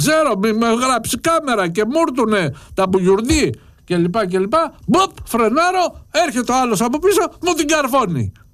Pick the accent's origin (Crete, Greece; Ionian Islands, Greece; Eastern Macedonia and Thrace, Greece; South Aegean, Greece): Ionian Islands, Greece